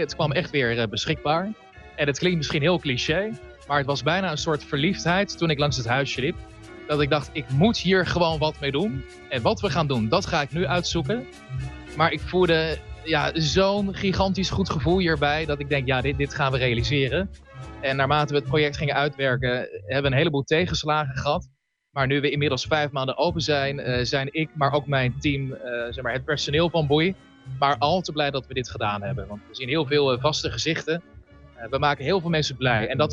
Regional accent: Rotterdam, South Holland, Netherlands; moved away; Ja, ik zelf kom oorspronkelijk uit Rotterdam.

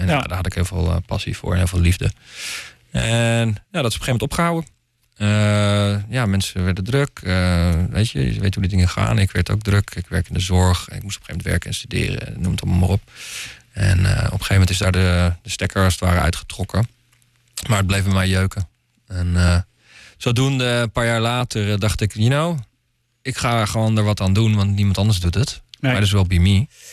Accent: Muiderberg, North Holland, Netherlands; vanuit Muiderberg, waar ik vandaan kom.

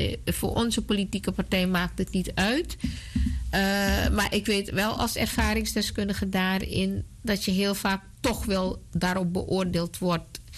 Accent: Suriname; born there; moved away; Ik ben als Nederlander geboren.

